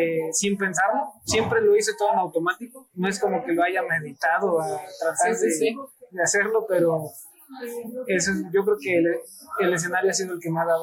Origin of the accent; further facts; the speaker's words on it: Puebla, Mexico; moved away; soy poblano